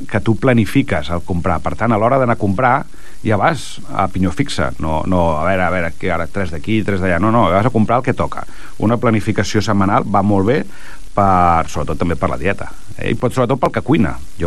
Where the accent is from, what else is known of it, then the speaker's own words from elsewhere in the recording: Vilassar de Mar, Catalonia, Spain; Jo que soc de Vilassar de Mar, hi ha com 5 o 6 establiments de Vilassar